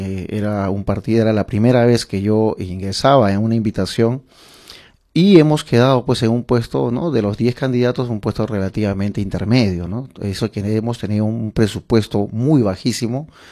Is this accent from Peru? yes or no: yes; Villa El Salvador, Lima, Peru; He estudiado ahí, aquí en colegios nacionales en Villa Salvador. Conozco, he nacido, vivo y radico aquí desde sus inicios, desde que tengo uso de razón y vida.